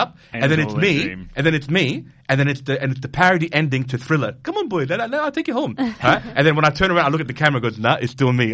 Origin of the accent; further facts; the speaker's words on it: Australia; moved away as an adult; also born or lived in Bahrain; now in Adelaide, Australia; I was raised in Australia.